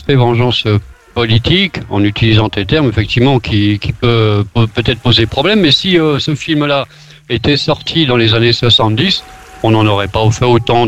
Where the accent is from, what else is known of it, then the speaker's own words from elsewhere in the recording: France; chez nous en France